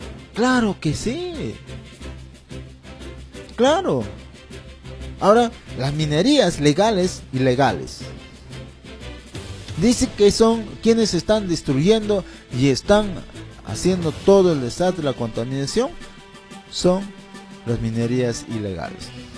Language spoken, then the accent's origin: Spanish; Tambillo, Junín, Peru; now in San Ramón, Peru; Este río que viene de mi pueblo tan querido, añorado, Tambillo